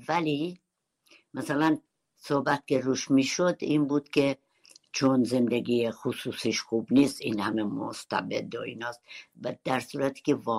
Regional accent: Urmia, West Azerbaijan, Iran; first language Kurdish; Persian is a second language; also born or lived in Solduz, Naqadeh County; در شهر ارومیه بزرگ شدم، همونجا درس خوندم، هم دبستان و هم دبیرستان. البته من کلاس اول رو یکمی زودتر از بقیه شروع کردم، دلیلش هم این بود که زبان فارسی بلد نبودم. ما خونه کردی حرف می زدیم

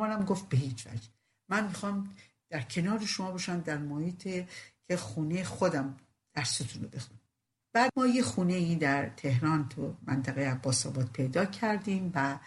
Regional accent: Rasht, Gilan, Iran; من گفتم از رشت اومدم، یا همه صورت ها برگشت. به محضی که من شروع کردم به حرف زدن، همه شروع کردن به خندیدن به خاطر لهجه‌ای که من داشتم

